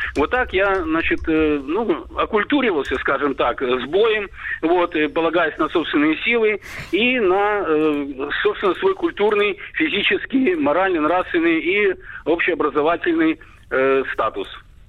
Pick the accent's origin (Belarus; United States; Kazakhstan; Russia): Belarus; И так как мое детство прошло в Беларуси